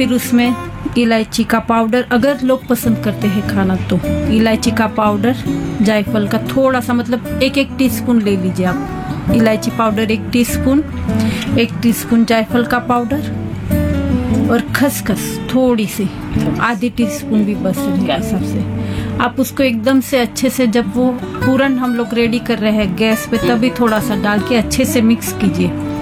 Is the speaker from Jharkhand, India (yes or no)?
no; Gujarat, India; हम लोग गुजराती लोग ज्यादातर तुअर दाल की बनाते हैं।